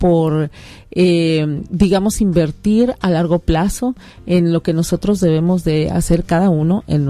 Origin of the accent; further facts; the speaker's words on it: Sinaloa, Mexico; siempre estoy orgullosa de decir, yo soy de Sinaloa.